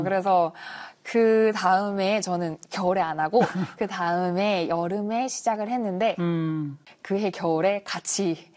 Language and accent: Korean; Busan, South Korea; 그때는 어렸을 때 부산에 살았었어가지고